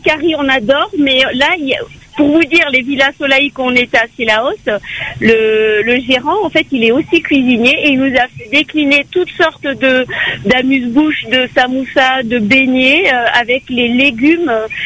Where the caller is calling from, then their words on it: Dinan, Brittany, France; on vient de Bretagne. On vient de métropole en Bretagne, à Dinan.